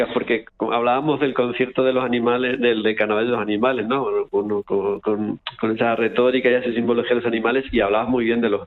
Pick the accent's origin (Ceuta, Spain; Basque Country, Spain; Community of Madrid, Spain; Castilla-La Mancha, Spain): Castilla-La Mancha, Spain; Villahermosa; Y mi pueblo, que es Villahermosa, son 1.500.